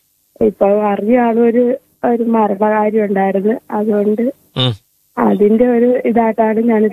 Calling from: Kerala, India; പൂനമ്പായക്കളം.

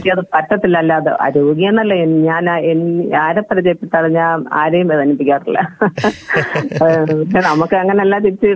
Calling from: Kollam, Kerala, India; ഞാൻ ആശ്രാമം.

